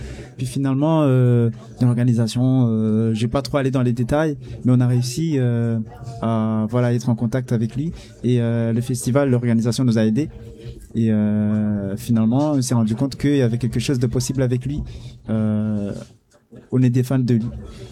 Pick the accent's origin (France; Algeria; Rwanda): Rwanda; Et c'est un film qui nous a beaucoup touchés parce que on est des Rwandais